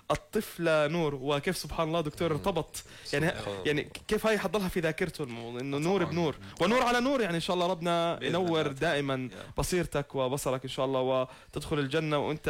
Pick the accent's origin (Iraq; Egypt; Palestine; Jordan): Jordan; مجتمعنا الاردني المعطاء